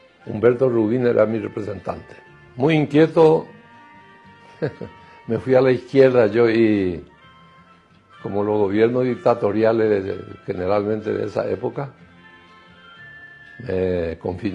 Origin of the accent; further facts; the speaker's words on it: Paraguay; vine al Paraguay. Quería volver a mi tierra. Ese es el problema de los paraguayos, quieren regresar a su tierra.